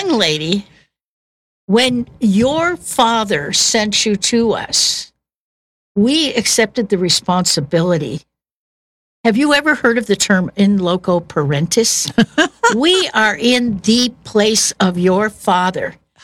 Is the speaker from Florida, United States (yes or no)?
no; Chicago, Illinois, United States; now in Kansas City, United States; I was originally from Chicago.